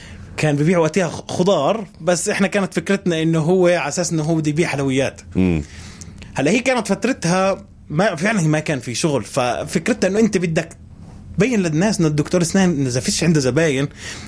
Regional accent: Hebron, Hebron Governorate, Palestine; moved away as an adult; also born or lived in Egypt; انا اصلي من الخليل

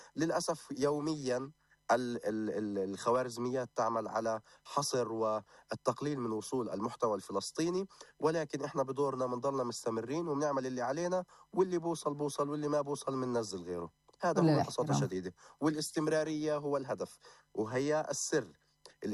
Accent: Palestine; كفلسطينيين

